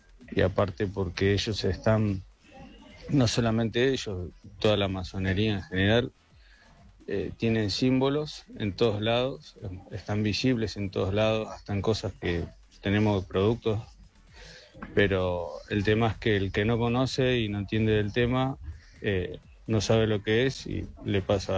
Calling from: San Isidro, Buenos Aires Province, Argentina; de San Isidro.

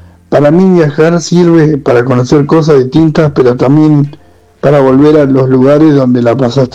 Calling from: Marcos Paz, Buenos Aires Province, Argentina; de Marcos Paz.

